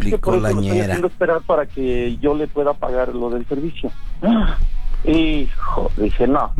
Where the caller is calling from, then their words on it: Hidalgo, Mexico; De acá, desde el estado de Hidalgo